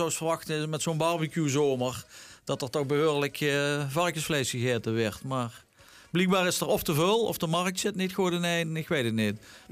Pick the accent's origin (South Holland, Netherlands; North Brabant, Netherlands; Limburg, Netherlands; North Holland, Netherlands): Limburg, Netherlands; Maastricht; Nou, de eerste 7 jaar van mijn leven heb ik in Maastricht gewoond.